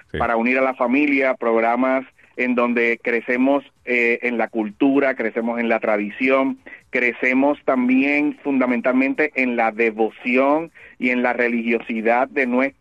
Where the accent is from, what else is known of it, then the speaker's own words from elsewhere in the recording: Puerto Rico; Mi mamá me enseñó en mi casa, aquí en Puerto Rico